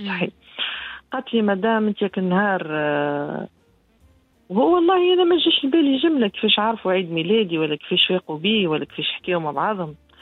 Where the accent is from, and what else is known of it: Tunisia